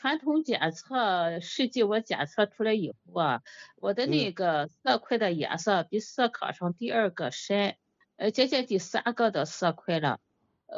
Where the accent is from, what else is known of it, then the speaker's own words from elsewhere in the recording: Shandong, China; 我是山东的糖尿病患者。